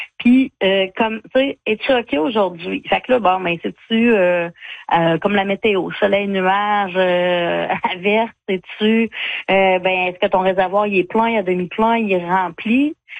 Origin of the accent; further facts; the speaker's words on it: La Pocatière, Quebec, Canada; moved away as an adult; now in Centre-du-Québec, Canada; Moi, je viens du Bas-Saint-Laurent, la Pocatière, très agricole. Donc, mes grands-parents avaient une ferme, tout le monde avait des fermes, mes oncles et tout.